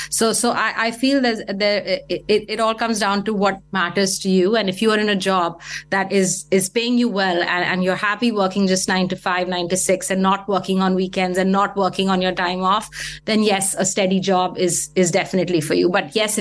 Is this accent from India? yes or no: yes; New Delhi, Delhi, India; moved away as an adult; So I am originally from New Delhi, India. I lived there all my life.